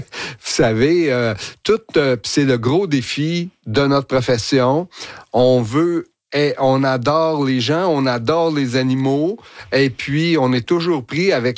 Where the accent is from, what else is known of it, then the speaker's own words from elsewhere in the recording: Sainte-Adèle, Quebec, Canada; tu sais, pour moi, je viens de Sainte-Adèle